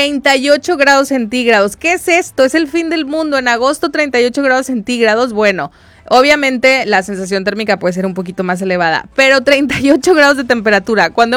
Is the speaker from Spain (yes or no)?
no; Mexicali, Baja California, Mexico; los que somos de Mexicali